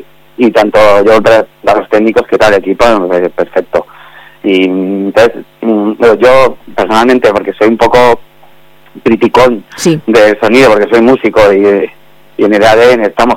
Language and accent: Spanish; Madrid, Community of Madrid, Spain; moved away as an adult; also born or lived in Málaga; now in Amurrio, Spain; Nací en Málaga, me crié sí, en Madrid